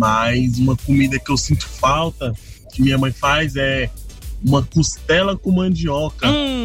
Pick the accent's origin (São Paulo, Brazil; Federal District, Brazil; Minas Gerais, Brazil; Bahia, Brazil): Federal District, Brazil; Brasília; now in Goiânia, Brazil; Eu sou natural de Brasília, mas atualmente estou morando em Goiânia.